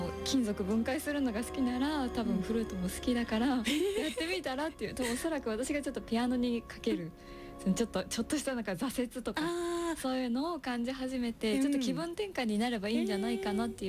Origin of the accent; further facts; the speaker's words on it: Nagoya, Aichi, Japan; 私の地元 の名古屋なんですけど、うん、イオンが至る所にありまして、